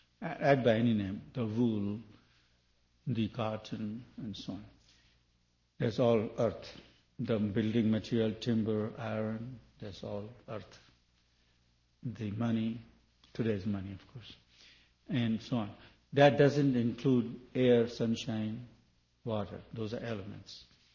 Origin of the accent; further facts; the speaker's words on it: India; Not because I'm from India or Sanskrit knowing person a little bit